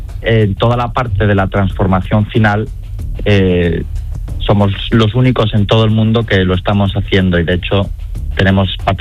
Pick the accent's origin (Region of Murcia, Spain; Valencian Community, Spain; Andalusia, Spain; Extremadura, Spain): Andalusia, Spain; Málaga; uno de Almería y los otros 3 somos de Málaga.